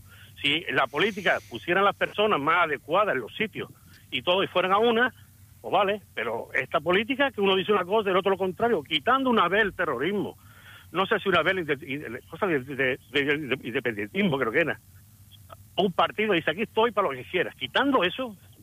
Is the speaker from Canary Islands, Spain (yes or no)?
no; Melilla, Spain; que soy de aquí de Melilla